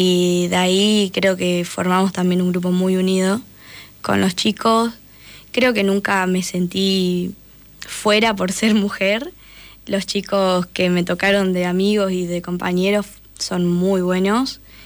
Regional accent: Paso de los Libres, Corrientes, Argentina; now in Concordia, Argentina; encontré que había en Concordia, que me queda cerca, soy de Paso de los Libres de Corrientes

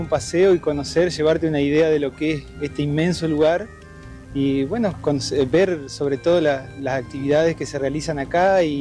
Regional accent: Victoria, Entre Ríos, Argentina

